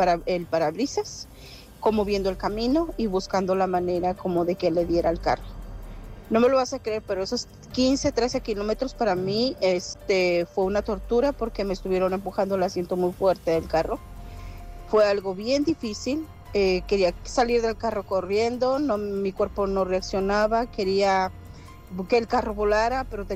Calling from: Rosarito, Baja California, Mexico; a donde yo vivo en Rosarito, que era en la Lucio Blanco en ese tiempo

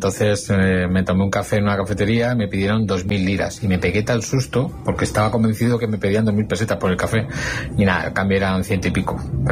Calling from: Madrid, Community of Madrid, Spain; Hola, buenas. … de Madrid.

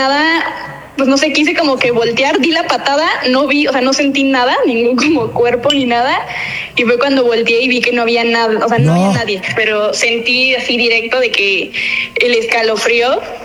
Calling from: Mexico City, Mexico; De la Ciudad de México.

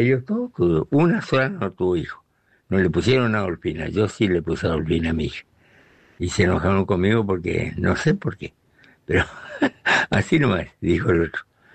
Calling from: Clorinda, Formosa, Argentina; Buenas noches, Oscar. Buenas noches … de Clorinda.

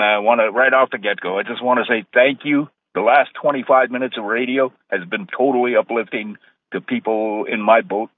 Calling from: Gretna, Manitoba, Canada; I'm 8 miles from Neche. I'm in Gretna, Manitoba, very close to it.

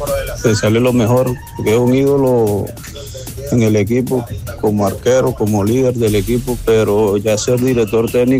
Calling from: Baranoa, Atlántico, Colombia; Buenos días, Maite, de Baranoa.

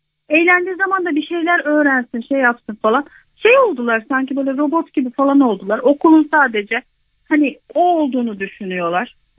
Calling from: Antalya, Turkey; Ben Antalya'dan arıyorum.

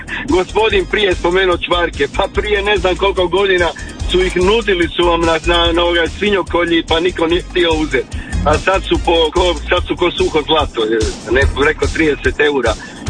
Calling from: Istria County, Croatia

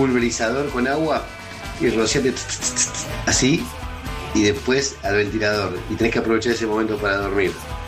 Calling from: Buenos Aires, Argentina; de Villaluro.

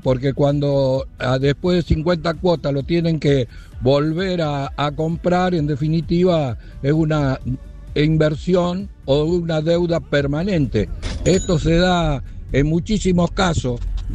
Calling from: Rafaela, Santa Fe, Argentina; Hola, buenas tardes, soy un oyente de Rafaela

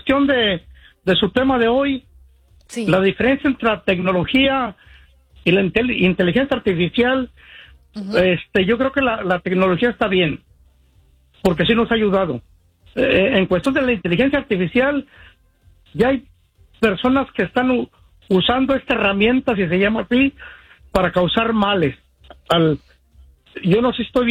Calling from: Tulsa, Oklahoma, United States; Muy buenos días … de Tulsa, Oklahoma.

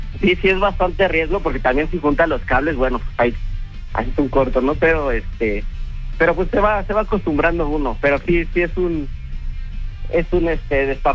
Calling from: State of Mexico, Mexico; Tengo 35 años y hablo del Estado de México.

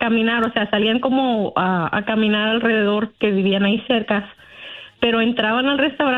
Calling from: Manteca, California, United States; De aquí, de la ciudad de Manteca, California.

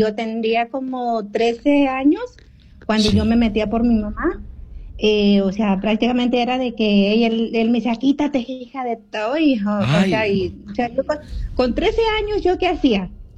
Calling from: Michoacán, Mexico; Yo soy del estado de Michoacán.

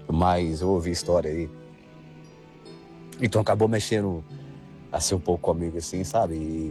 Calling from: Campinas, São Paulo, Brazil; Eu sou aqui de Campinas

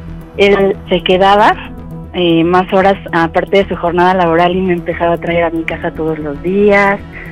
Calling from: State of Mexico, Mexico; Tengo 37 años y soy del Estado de México

